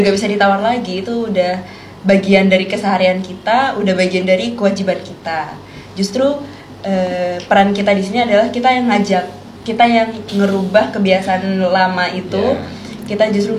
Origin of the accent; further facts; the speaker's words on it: Sampang, East Java, Indonesia; kita orang Madura itu justru kental banget sama persaudaraannya.